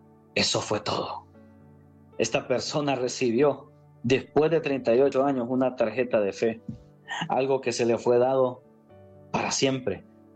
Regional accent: Honduras

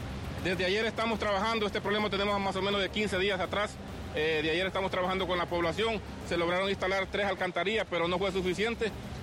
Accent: Honduras; somos hondureños

